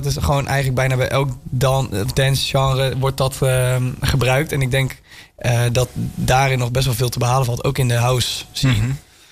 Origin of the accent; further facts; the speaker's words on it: Wijk bij Duurstede, Utrecht, Netherlands; now in Breda, Netherlands; Nou, ik ben zelf geen Bredanaar, zoals je misschien kan horen. Ik heb in ieder geval geen zachte G. ik kom zelf uit Wijk Beduursteden, een klein plaatsje onder Utrecht. En ik woon hier ook nog maar 2 jaar.